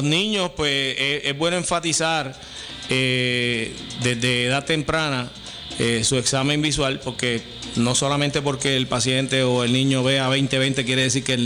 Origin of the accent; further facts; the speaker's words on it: Cabo Rojo, Puerto Rico; Yo soy criado y nacido en Cabo Rojo, es correcto.